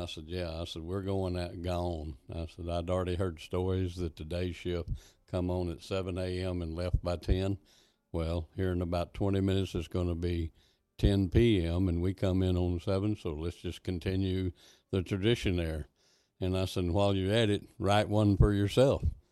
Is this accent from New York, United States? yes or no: no; Lubbock, Texas, United States; now in Llano County, United States; I'm originally from Lubbock, and that's from my place here in Llano County. That's about a six-hour drive nonstop.